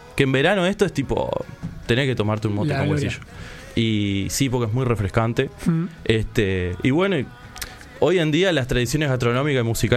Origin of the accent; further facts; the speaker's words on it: Uruguay; para nosotros acá en Uruguay es novedad